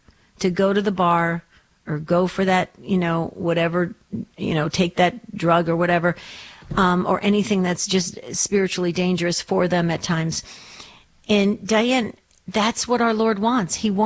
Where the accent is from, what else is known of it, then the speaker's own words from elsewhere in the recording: New Jersey, United States; Northern New Jersey, that's where I'm from. You can't take the Jersey out of the girl, I'll tell you that.